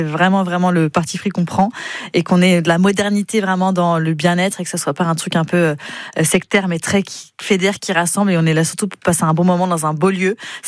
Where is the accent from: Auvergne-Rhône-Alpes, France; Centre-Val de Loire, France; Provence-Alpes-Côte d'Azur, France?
Centre-Val de Loire, France; comme on est issu de la Touraine